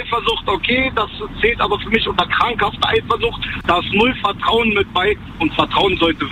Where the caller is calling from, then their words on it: Berlin, Germany; aus Spandau hier.